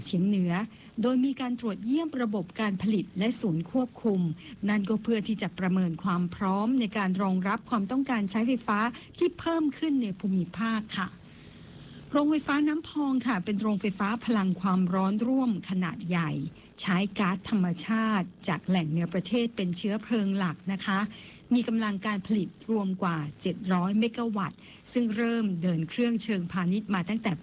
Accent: Khon Kaen, Thailand; ในฐานะที่เราเป็นคนขอนแก่นค่ะ

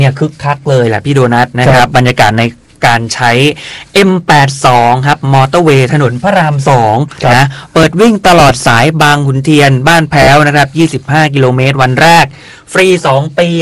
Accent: Surat Thani, Thailand; อยู่แบบใต้ตอนต้นนะสุราษฎร์

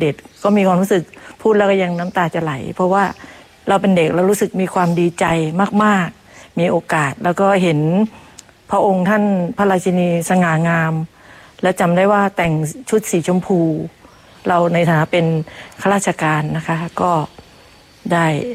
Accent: Chanthaburi, Thailand; รู้สึกว่าเราเป็นคนบ้านนอกนี่รู้สึกมันประทับใจอะค่ะท่านมานี่เป็นเกียรติของคนเมืองจันทร์

